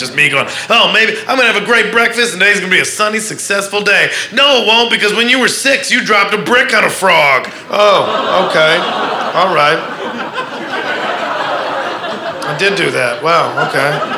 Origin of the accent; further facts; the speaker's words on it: Midwest, United States; I'm from the Midwest, and so it's weird to come out here and find out that people go to casual therapy.